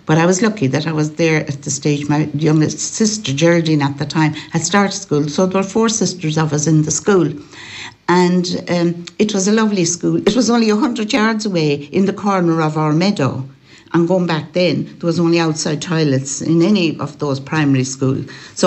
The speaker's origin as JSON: {"language": "English", "town": "Bundara Hallin", "region": "Connacht", "country": "Ireland", "tie": "born or raised there", "also_born_or_lived": "Toom", "said": "Yes, I'm a Galway girl. I was born in Toom and I grew up in Bundara Hallin in County Galway, which actually is inside the border of Mayo."}